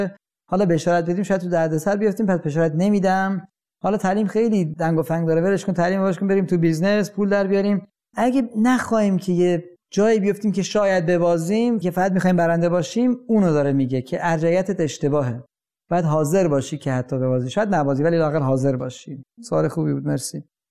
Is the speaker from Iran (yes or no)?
yes; Iran; ماها همه در ایران متولد شدیم، بزرگ شدیم